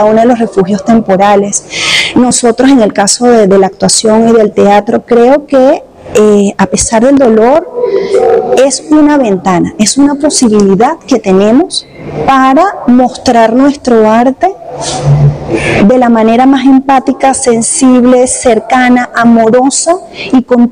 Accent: Venezuela; now in San Martín, Venezuela; yo soy orgullosamente venezolana

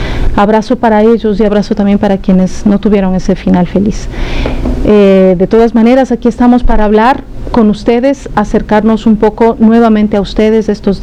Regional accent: Ecuador; moved away as an adult; now in Caracas, Venezuela; como ecuatoriana, como lo ha dicho Marina, nosotros somos extranjeras que estamos en este momento aquí en Caracas por temas laborales

